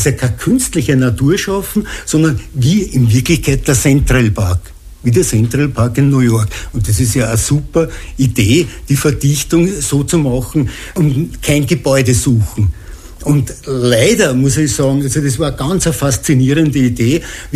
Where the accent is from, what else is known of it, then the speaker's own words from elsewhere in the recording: Krems, Lower Austria, Austria; born there; moved away; Ich bin aber gebürtiger Kremser, und mein Herzblut liegt eher bei Krems wie St. Pölten